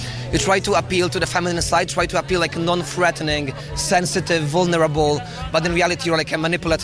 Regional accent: Poland; English is a second language; now in London, United Kingdom; I'm from Poland. I'm 19. I'm a student in London at UCL right now.

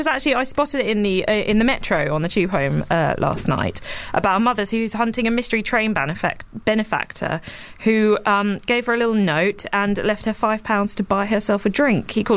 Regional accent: South East England, United Kingdom; No, I'm not. I'm from Sussex.

